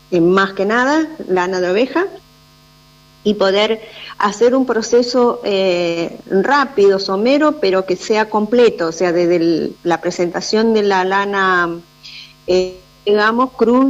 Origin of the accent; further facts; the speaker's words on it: Carmen de Patagones, Buenos Aires Province, Argentina; also born or lived in Viedma; que somos de Carmen de Patagones y de Viedma. Es una agrupación mapuche